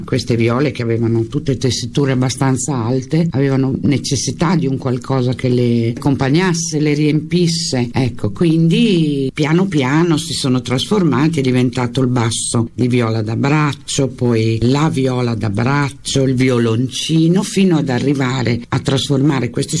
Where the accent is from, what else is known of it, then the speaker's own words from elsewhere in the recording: Bologna, Emilia-Romagna, Italy; sono Emiliana, vengo da Bologna e lì ho studiato.